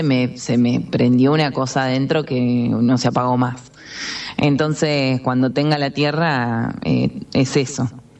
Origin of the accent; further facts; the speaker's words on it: General Belgrano, Buenos Aires Province, Argentina; Yo soy de General Belgrano, provincia de Buenos Aires, y el Festival de Folclore y Tango se para 3 días al pueblo y cierran todos los boliches. O sea, mira, yo tengo 35 años